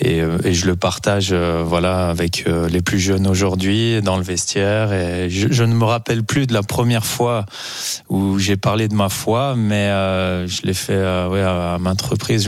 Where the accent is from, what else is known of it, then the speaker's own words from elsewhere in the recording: Champ-près-Froges, Auvergne-Rhône-Alpes, France; C'est la commune de Champré-Frauges.